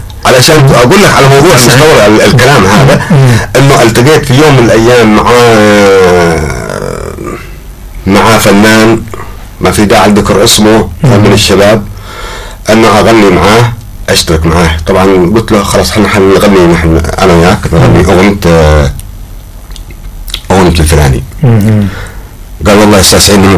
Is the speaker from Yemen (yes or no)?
yes; Hadramawt, Yemen; عندنا في حضرموت